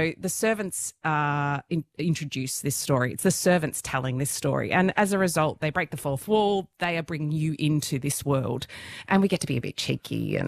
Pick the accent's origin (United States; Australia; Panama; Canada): Australia; Geelong, Victoria; You know, I'm the youngest of four kids. I grew up in Geelong.